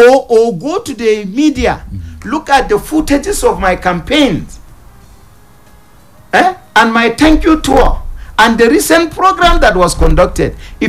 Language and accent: English; Kanam, Plateau, Nigeria; I am from Kanam.